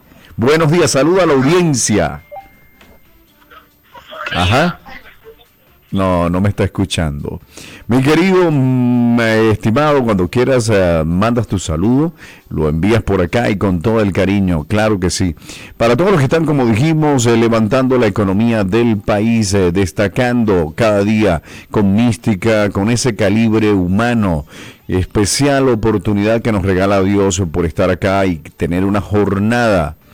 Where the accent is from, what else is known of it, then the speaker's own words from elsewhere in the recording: Venezuela; con esa mística que nos destaca como venezolanos.